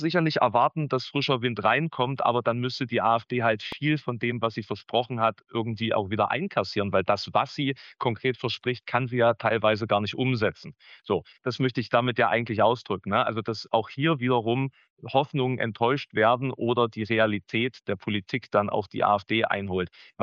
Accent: Halle, Saxony-Anhalt, Germany; born there; Da frage ich mich als Hallenser natürlich

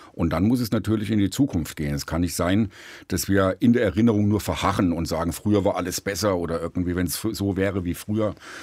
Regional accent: Thuringia, Germany; in Halle an der Saale oder in Südthüringen, wo ich herkomme, also im ehemaligen Bezirk Suhl, war die Grenze da und das Leben war in der DDR vorgeformt bzw. vorgeprägt.

